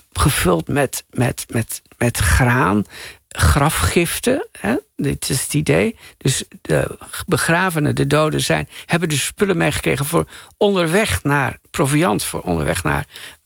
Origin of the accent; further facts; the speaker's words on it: Assen, Drenthe, Netherlands; We woonden aan de rand van Assen, provinciestadje. Maar in ieder geval, meteen stroomde al landschap Drenthe aan.